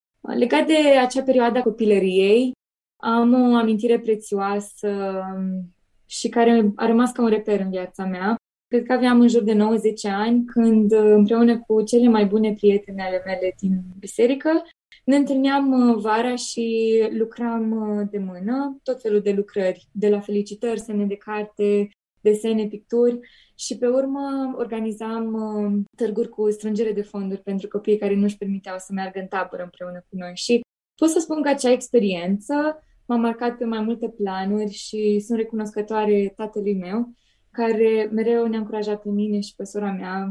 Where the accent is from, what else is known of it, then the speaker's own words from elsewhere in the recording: Piatra Neamț, Neamț County, Romania; moved away as an adult; now in Cluj-Napoca, Romania; Am 26 de ani, de curând mutată la Cluj, sunt original din Piatra Neamț